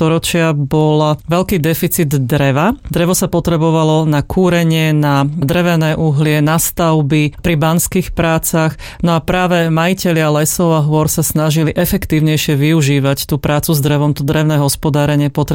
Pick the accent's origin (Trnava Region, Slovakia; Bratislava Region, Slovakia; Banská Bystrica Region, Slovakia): Trnava Region, Slovakia; Smolenice; pochádzam zo Smolenic a obec Smolenica aj okolité obce sú známe tým, že tam žili potomkovia huncokárov.